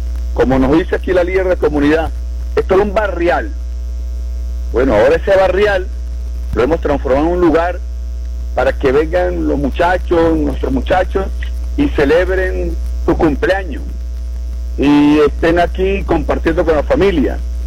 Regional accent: Táchira, Venezuela; lo que sabemos hacer los tachirenses

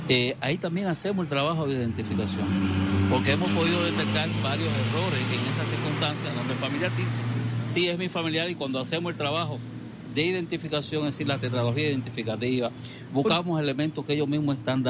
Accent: Cuba; moved away as an adult; Nosotros, cuando salimos de Cuba para acá, veníamos pensando, ¿no?

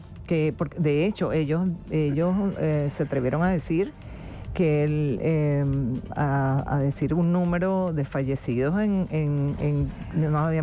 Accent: Venezuela; todos somos venezolanos, ¿no?

